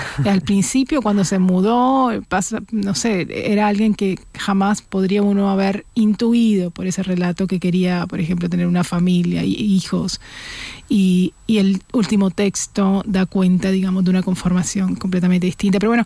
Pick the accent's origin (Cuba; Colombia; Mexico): Colombia; moved away as an adult; now in Buenos Aires, Argentina; pero no me hice nunca argentina porque soy colombiana y porque realmente mis temas de escrituras, mi mirada y mi idiosincrasia básicamente está puesta ahí, en ese lugar, en esa geografía en la que crecí.